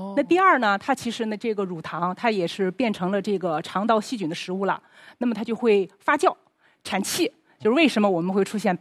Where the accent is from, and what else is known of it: China